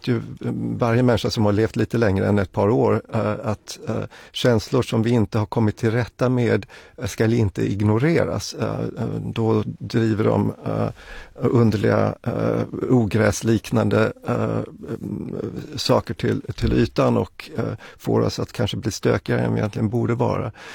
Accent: Sweden; born there; Ja, min far är grek, jag är född i Sverige, jag har en österrikisk mor.

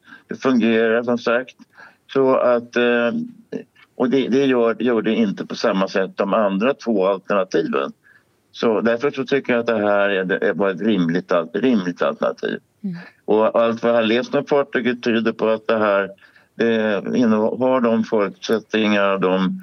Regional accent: Sweden; Alltså, jag är fortfarande svensk, jag är ju inte en svensk nationalpatriot.

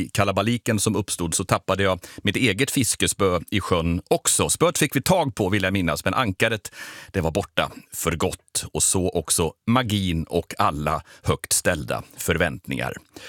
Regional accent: Värmland, Sweden; Vi hade lånat en båt och skulle ge oss ut någonstans på sjön i Värmland där jag växte upp.

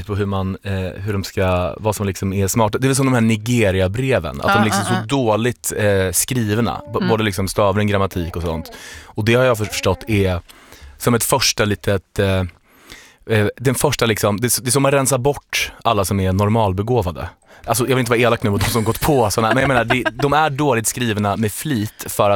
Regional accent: Norway; Ja, men jag är norsk.

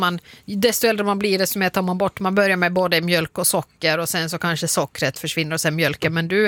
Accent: Finland; moved away; Jag är ju från, född och uppvuxen i Finland.

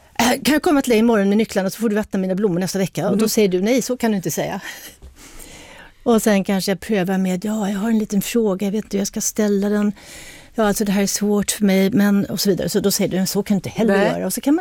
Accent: Addis Ababa, Ethiopia; born or raised there

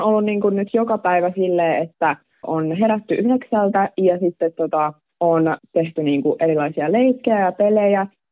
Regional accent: Seinäjoki, South Ostrobothnia, Finland; mä oon niinku Seinäjoelta

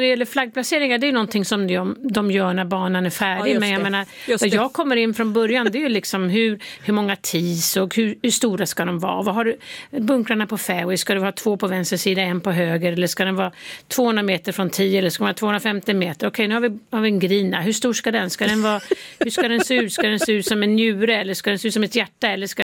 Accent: Sweden; now in United States; Ja, jag är fortfarande svensk medborgare. Det måste jag tala om. Barnen är ju svensk medborgare också, så försöker jag hålla den kontakten.

